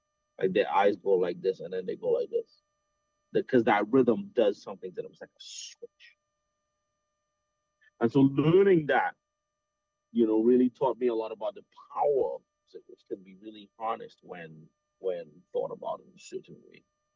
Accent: Trinidad & Tobago; moved away; growing up in Trinidad

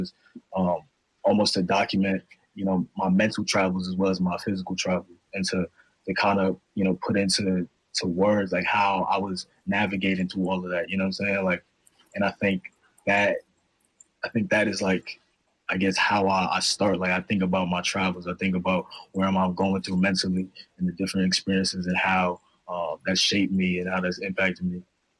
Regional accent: Harlem, New York, United States; born or raised there; also born or lived in Massachusetts

